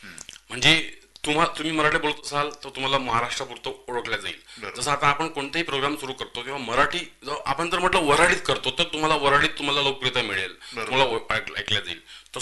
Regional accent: Maharashtra, India; जसं मी संपूर्णतः मराठी मीडियम मध्ये शिकलेला मुलगा आहे आणि मी कट्टर मराठी माणूस आहे पण मी इंग्लिश शिकवतो

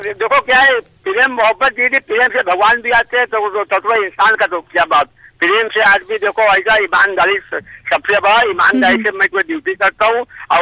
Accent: Prayagpur, Uttar Pradesh, India; born there; moved away as an adult; now in Chandigarh, India; हमारा गांव है जिला बहराइच और प्रयागपुर, और ये उत्तर प्रदेश यूपी है।

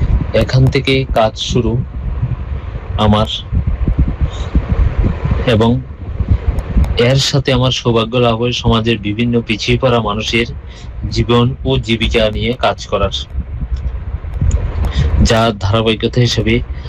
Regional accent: Tripura, India; born there; আমার বাড়ি মতাই রাজনগর গ্রামে। আমাদের মূলত কৃষক পরিবার, কৃষি আমাদের মূল জীবিকা।

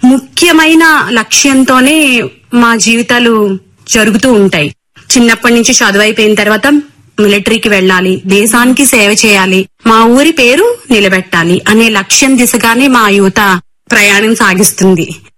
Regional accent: Madhavaram, Andhra Pradesh, India; మొదటి ప్రపంచ యుద్ధ కాలం దగ్గర నుంచి నేడు కార్గిల్ వరకు కూడా మా ఊరు నుంచి ప్రతి కుటుంబం నుంచి సైనికులు భారతదేశానికి సేవలు అందిస్తున్నారు.

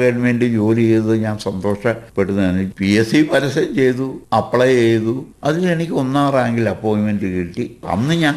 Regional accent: Onattukara, Kerala, India; born there

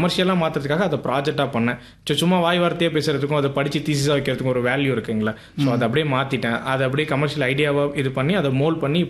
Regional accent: Pulivalam, Tamil Nadu, India; அதுதான் எங்களோட சொந்த ஊர். அங்கே இருக்க கவர்மெண்ட் ஸ்கூலில் தான் எல்லாருமே படித்தோம்.

